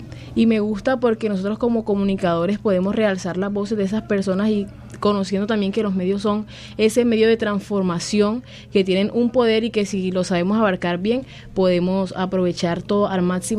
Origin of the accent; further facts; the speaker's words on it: Maicao, La Guajira, Colombia; born there; Yo soy nacida en Maicao, La Guajira.